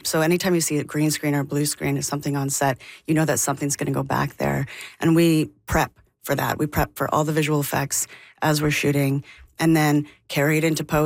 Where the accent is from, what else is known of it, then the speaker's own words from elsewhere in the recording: Calgary, Alberta, Canada; also born or lived in Jasper, Alberta; real Albertan. And I grew up half in Jasper and then on a farm or a ranch outside of Calgary for most of my life.